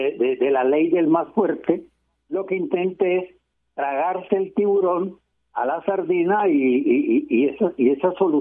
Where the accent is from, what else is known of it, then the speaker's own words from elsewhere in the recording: Puerto Colombia, Atlántico, Colombia; also born or lived in Barranquilla; Nací en Barranquilla, hospital de Barranquilla, y mi primera infancia o nuestra primera infancia de los 3 hermanos mayores la vivimos en Puerto Colombia